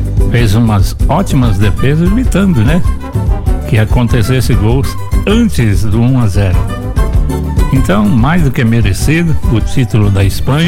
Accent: Brazil; Porque eu sou brasileiro. Sou brasileiro

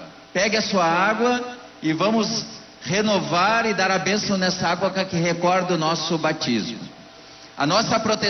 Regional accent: Rondonópolis, Mato Grosso, Brazil; Quem vem de fora, como eu, vim lá do Mato Grosso, da diocese de Rondonópolis

